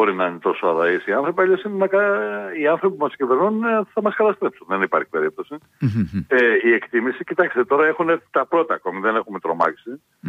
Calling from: Thessaly, Greece

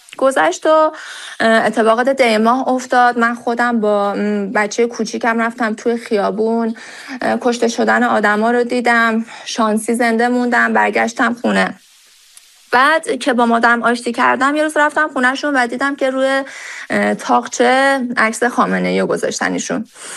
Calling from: Tehran, Tehran Province, Iran; از تهران تماس میگیرم.

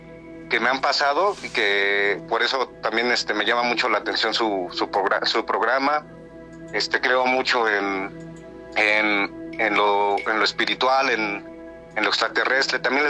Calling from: Mexico City, Mexico; Los escucho desde Xochimilco.

